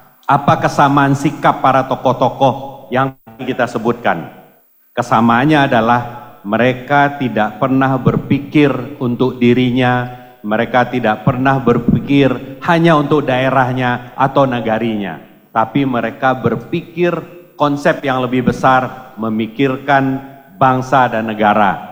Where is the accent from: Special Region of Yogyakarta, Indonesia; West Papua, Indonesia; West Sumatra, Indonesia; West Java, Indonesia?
West Sumatra, Indonesia; Padang; moved away; dari kecil sampai kuliah saya di Kota Padang.